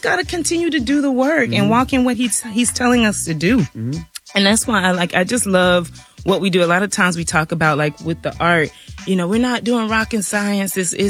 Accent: South Carolina, United States; I'm from South Carolina, small town. Grew up in the church. Low to mid-class family.

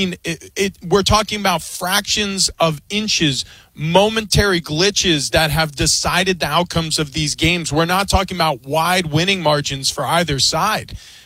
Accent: New York, United States; And I grew up in New York. I grew up a Knicks fan.

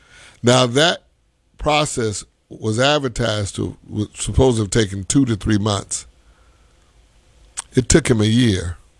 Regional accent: United States; Well, listen, I'm an American. And for a long time, I was a consumer.

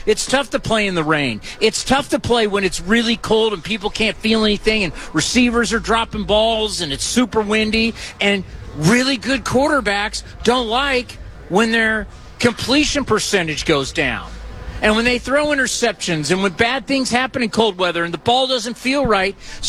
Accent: Oklahoma, United States; I'm from Oklahoma.

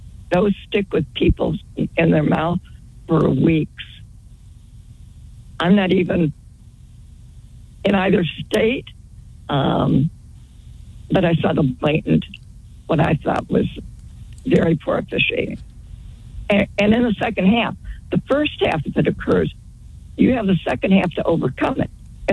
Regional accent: Florida, United States; also born or lived in Michigan; now, I'm from Florida. Prior to that, Michigan.

